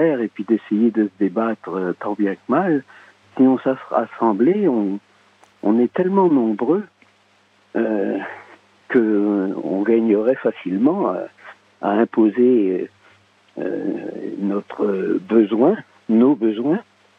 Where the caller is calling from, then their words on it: Lévis, Quebec, Canada; moi je suis à Lévis